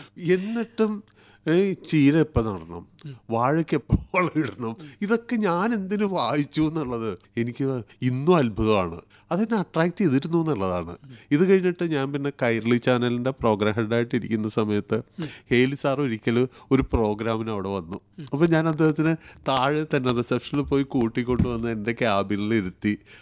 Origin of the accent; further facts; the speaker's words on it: Kochi, Kerala, India; എറണാകുളത്തെ കലൂരാണ് ഞാൻ ജനിച്ചതും വളർന്നതും എല്ലാം. കലൂരല്ല അന്ന് കേരളത്തിലെ ഏതു ഗ്രാമം പോലെ തന്നെ ആയിരുന്നു.